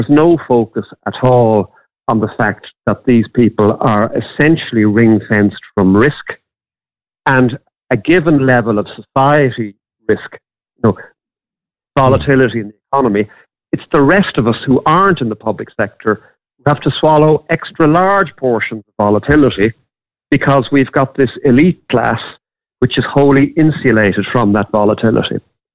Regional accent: Castlebar, Connacht, Ireland; I was brought up in Castlebar

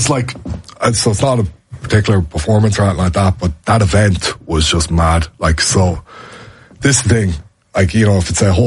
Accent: Ireland; because I'm an Irish guy and it was in Germany and it was an Irish guy fighting a Slovakian.

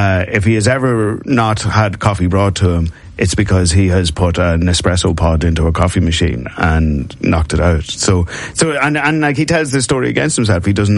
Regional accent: Ulster, Ireland; I cared about boxing a bit because I was from Monaghan and Barry McGuigan was world champion

